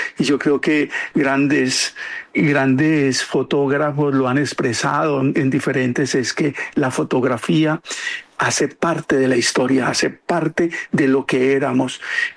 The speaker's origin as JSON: {"language": "Spanish", "town": "Mercaderes", "region": "Cauca", "country": "Colombia", "tie": "born or raised there", "said": "Yo soy de Mercaderes Cauca, del municipio, en la parte sur del departamento del Cauca. Eso es el gran macizo colombiano, parte del gran macizo colombiano, entonces soy de allá."}